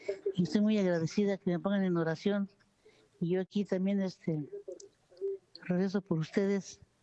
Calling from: State of Mexico, Mexico; De Cambay, Estado de México.

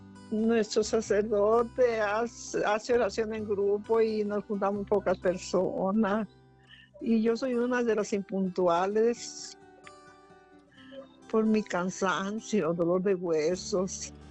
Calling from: Compostela, Nayarit, Mexico; Yo soy de Compostela

